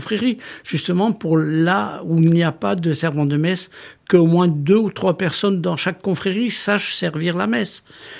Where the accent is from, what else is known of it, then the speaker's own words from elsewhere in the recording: Coutoli, Corsica, France; now in Ajaccio, France; je suis originaire de Coutoli. J'ai grandi à Coutoli jusqu'à peu près l'âge de 8-9 ans. Avant de descendre sur Ajaccio, mais tout en restant toutes les grandes vacances et toutes les vacances tout court chez mes parents travaillant.